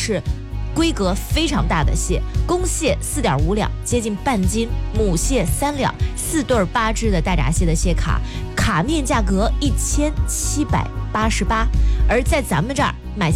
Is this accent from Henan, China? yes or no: yes; Henan, China; accent: Henan dialect; 就是咱们河南话嘎咕这个词儿大家懂吧，